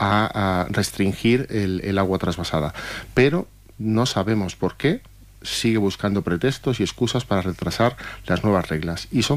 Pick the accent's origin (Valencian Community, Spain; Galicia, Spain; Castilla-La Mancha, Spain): Castilla-La Mancha, Spain; Azuqueca de Henares; Porque yo he sido alcalde y a mí me han propuesto en mi pueblo, en Azuqueca, poner zona azul.